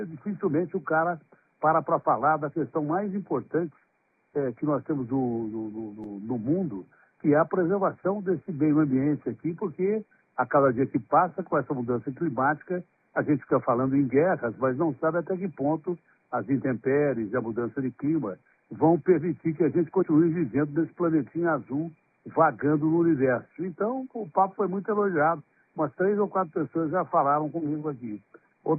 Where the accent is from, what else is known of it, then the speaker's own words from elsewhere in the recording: Ribeirão Preto, São Paulo, Brazil; O Alckmin é um cara do interior, tranquilo, caipirão que nem eu, ele é de Pinda, eu sou de Ribeirão Preto.